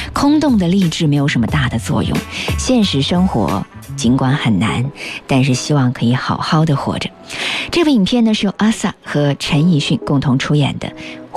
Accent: China

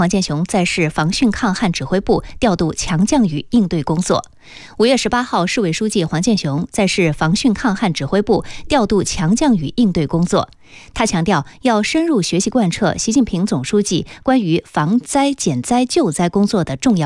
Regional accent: Yichang, Hubei, China; 聊聊咱们宜昌人关心的身边事儿

